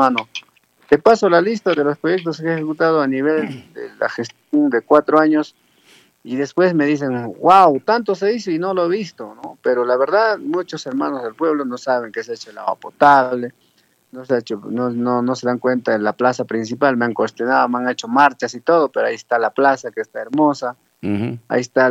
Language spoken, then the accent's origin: Spanish; Villa Rica, Pasco, Peru; en Villarrica, porque es mi pueblo, porque mis paisanos